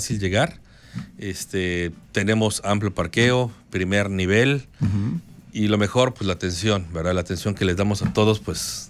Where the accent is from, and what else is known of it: Mexico; now in San Salvador, El Salvador